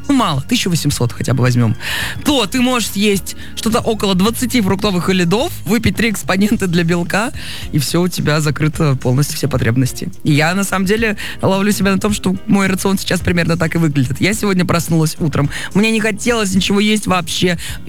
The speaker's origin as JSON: {"language": "Russian", "town": "Irkutsk", "region": "Irkutsk Oblast", "country": "Russia", "said": "Я люблю печенки, я с Иркутска."}